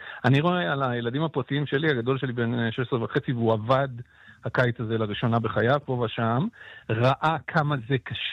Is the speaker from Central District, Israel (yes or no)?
yes; Petah Tikva, Central District, Israel; born there; שנות ה-80 על יזוד בפתח תקווה